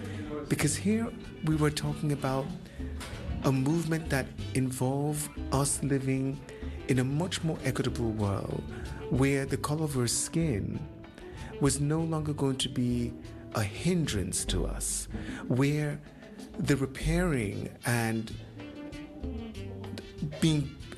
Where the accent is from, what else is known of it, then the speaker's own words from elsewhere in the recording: London, United Kingdom; I'm from London